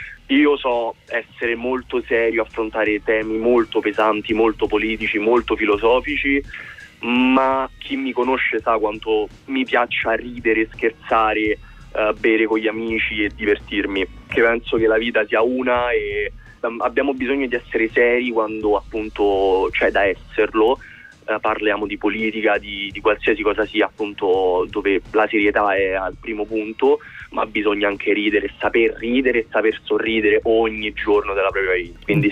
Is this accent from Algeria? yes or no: no; Bosnia & Herzegovina; now in Italy; E naturalmente poi il fatto che io sia bosniaco, italo-bosniac